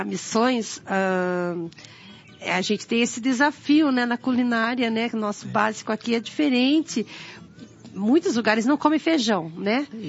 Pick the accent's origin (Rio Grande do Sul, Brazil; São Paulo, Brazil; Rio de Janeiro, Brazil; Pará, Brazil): São Paulo, Brazil; also born or lived in Bahia; Porém, fui criada em São Paulo.